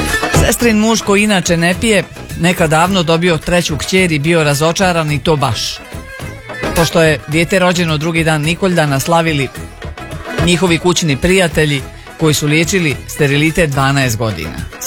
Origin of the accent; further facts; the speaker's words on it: Tuzla, Federation of Bosnia and Herzegovina, Bosnia & Herzegovina; now in Koprivna; Pozdrav ide u Tuzlu, iz Tuzle smo u Koprivni